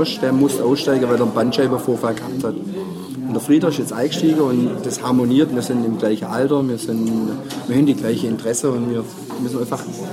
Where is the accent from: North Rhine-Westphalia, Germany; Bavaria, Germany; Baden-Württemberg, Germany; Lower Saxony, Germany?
Baden-Württemberg, Germany; accent: Swabian; für mich war Schwäbisch immer meine Identität, meine Heimat.